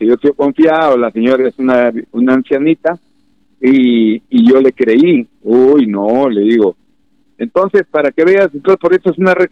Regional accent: Olmos, Lambayeque, Peru

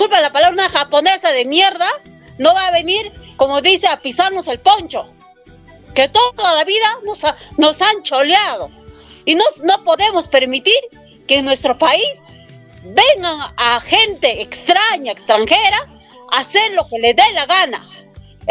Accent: Peru

